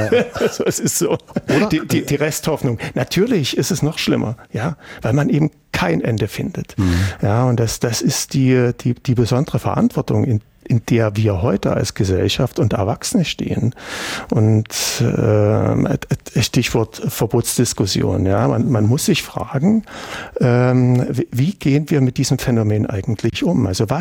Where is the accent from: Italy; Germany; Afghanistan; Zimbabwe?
Germany; East Germany; also ich bin in der DDR groß geworden